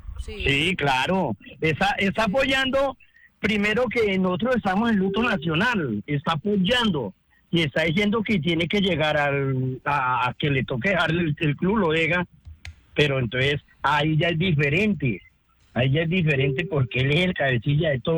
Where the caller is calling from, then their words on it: Villavicencio, Meta, Colombia; yo llamo de Villavicencio